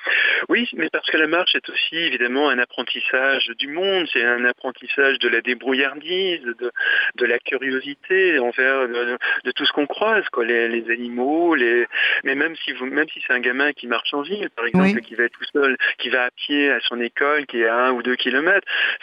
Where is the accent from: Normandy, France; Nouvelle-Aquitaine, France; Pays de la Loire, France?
Pays de la Loire, France; Le Mans; J'ai grandi au Mans, hein, oui, petite ville ouvrière